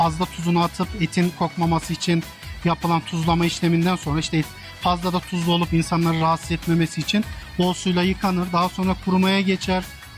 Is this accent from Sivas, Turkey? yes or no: yes; Sivas, Turkey